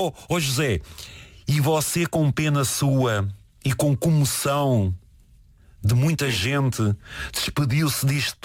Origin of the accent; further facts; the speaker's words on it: Portugal; é uma homenagem que eu lhe quero prestar como português